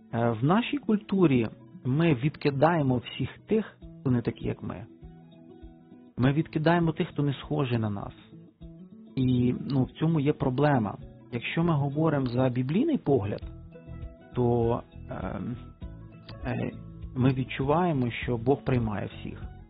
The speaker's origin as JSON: {"language": "Ukrainian", "town": "Bila Tserkva", "region": "Kyiv Oblast", "country": "Ukraine", "said": "Я з Білої церкви."}